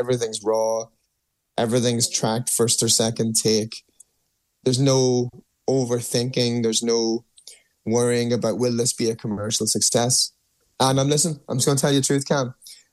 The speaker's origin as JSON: {"language": "English", "country": "Ireland", "moved": "yes", "said": "I'm moving home to Ireland as part of that."}